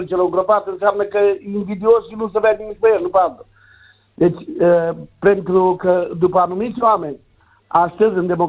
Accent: Romania; noi suntem români

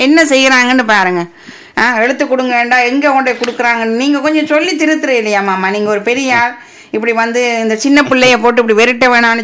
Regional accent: Sri Lanka; moved away; எங்களுடைய தாயகத்தின்

